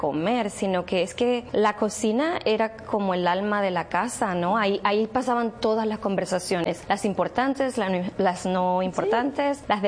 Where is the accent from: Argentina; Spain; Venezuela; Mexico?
Venezuela; moved away as an adult; also born or lived in Caracas; now in Wisconsin, United States; Soy de Venezuela y llegué a Wisconsin hace 25 años ya.